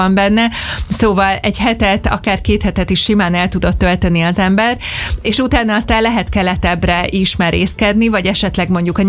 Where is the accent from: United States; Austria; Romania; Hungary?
Hungary; magyarként